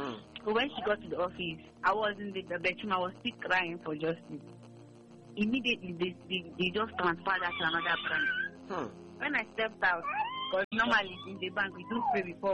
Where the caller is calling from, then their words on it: Okigwe, Imo, Nigeria; I'm calling from Okigwe, sir.